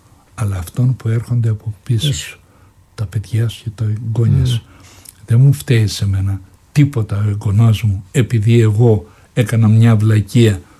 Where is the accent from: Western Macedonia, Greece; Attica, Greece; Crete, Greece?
Crete, Greece; Anogeia; ξεχυλίζουν τώρα να παίξω στο χωριό μου και να κάνω και τον πιο εμβληματικό ήρωα του χωριού που μεγαλούργησε … που τον έζησα, τον πατέρα του, τον έζησα.